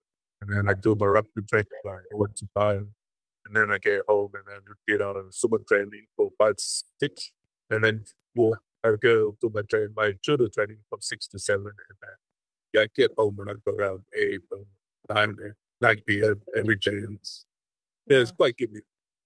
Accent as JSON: {"language": "English", "country": "Tonga", "tie": "born or raised there", "also_born_or_lived": "Samoa / New Zealand / Hawaii / Japan", "said": "I was born in Tonga, 1983. And yeah, I grew up here in Tonga, but sort of moving around the island. We moved to Samoa, back to Tonga, and then New Zealand, Hawaii, and then Japan. So, yeah, and now I'm back to Tonga again."}